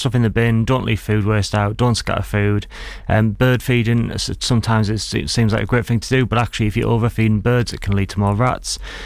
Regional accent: South Bank, North East England, United Kingdom; I grew up in South Bank.

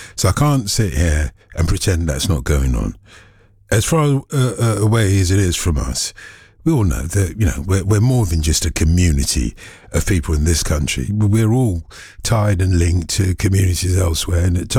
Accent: Nigeria; moved away; You know, when I came here from Nigeria, I was thinking, all my school friends.

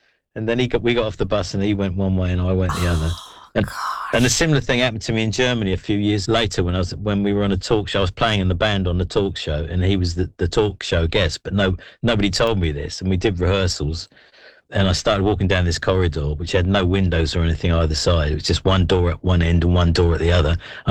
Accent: Ipswich, East of England, United Kingdom; moved away as an adult; also born or lived in Bristol; I was born in Bristol, but I moved to Ipswich when my family moved to Ipswich when I was 18 months old. So, so I lived there until about the age of 21, I think.

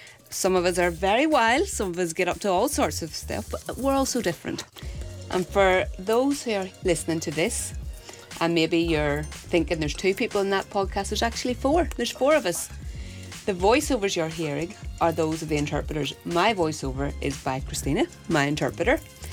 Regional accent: Armagh, Northern Ireland, United Kingdom; I'm from Armagh.

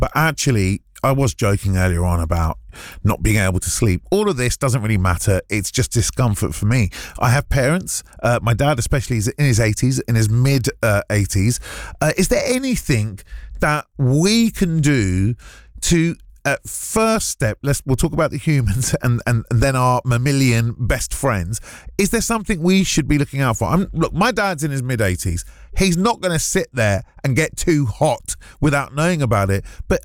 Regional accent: Hounslow, London, United Kingdom; I come from Hounslow, which is right near Heathrow.

